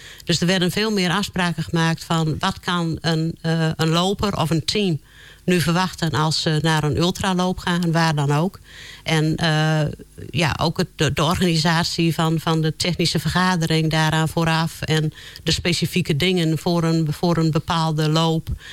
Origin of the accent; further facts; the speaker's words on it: Woldendorp, Groningen, Netherlands; born there; Ja, ik ben geboren in Woldendorp.